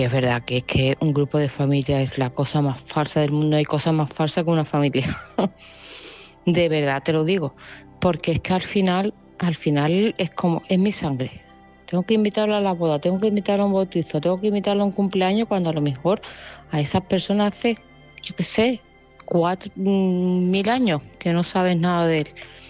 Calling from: Seville, Andalusia, Spain; de Sevilla.

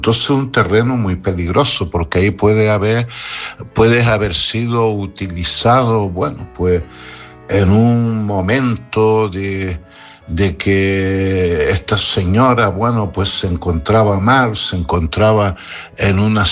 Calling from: Las Palmas de Gran Canaria, Canary Islands, Spain; Buenas noches, Luis, desde Las Palmas de Gran Canaria.

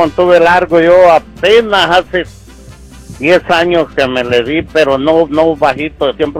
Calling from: El Salvador; Y inclusive, mira, soy de El Salvador.

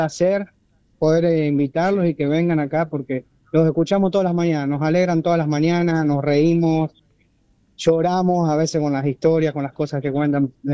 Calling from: Buenos Aires, Argentina; No, de Buenos Aires.

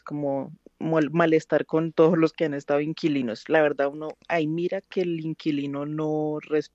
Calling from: Mosquera, Cundinamarca, Colombia; Te llamo desde Mosquera, Cundinamarca.

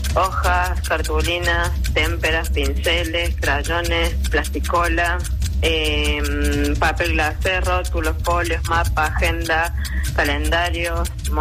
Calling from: Córdoba, Argentina; Desde Barrio General Bustos, desde el trabajo.

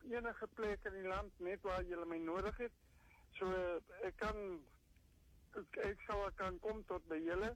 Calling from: Northern Cape, South Africa; Hoorie, hallo … Ek is van Ternaver in die Noordkaap.

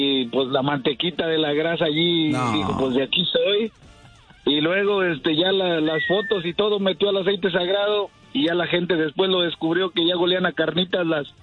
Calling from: Matehuala, San Luis Potosí, Mexico; De Matehuala, San Luis Potosí.

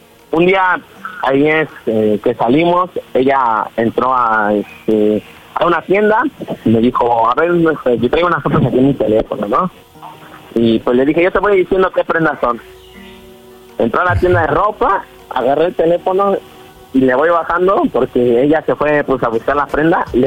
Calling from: Mexico City, Mexico; Tengo 25 años y soy de aquí, de la Ciudad de México.

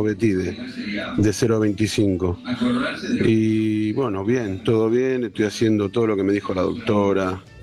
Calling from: Buenos Aires, Argentina; soy acá de Mataderos.

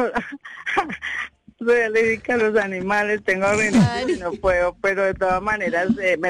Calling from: Pacho, Cundinamarca, Colombia; En Pacho, Cundinamarca.

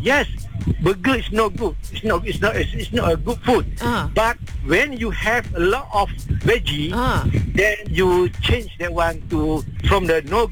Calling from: Kuala Terengganu, Terengganu, Malaysia; I'm calling from Kuala Terengganu.

